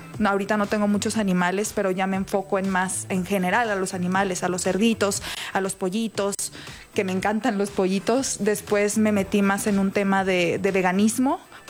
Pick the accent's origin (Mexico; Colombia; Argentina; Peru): Mexico; Yo creo que tenemos que, es nuestra obligación como mexicanos apoyar al talento mexicano.